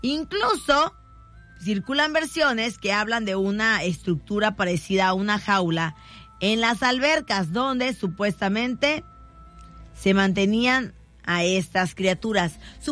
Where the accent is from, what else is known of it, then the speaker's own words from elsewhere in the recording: Mexico; como al mexicano nos gusta